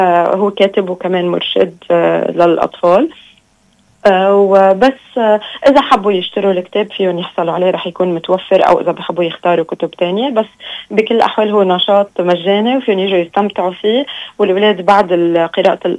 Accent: Aleppo, Aleppo Governorate, Syria; شكرا. أنا حلبي.

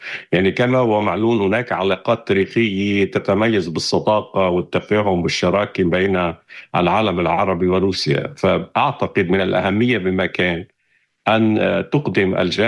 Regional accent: Russia; أنا روسي بس أصلي لبناني

